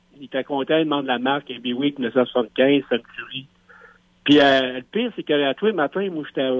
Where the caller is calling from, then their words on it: Saint-Jean-Port-Joli, Quebec, Canada; Moi, je viens de Saint-Jean-Port-Joli.